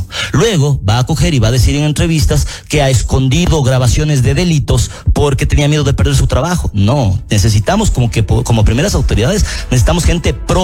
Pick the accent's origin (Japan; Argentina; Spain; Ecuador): Ecuador; yo como ciudadano ecuatoriano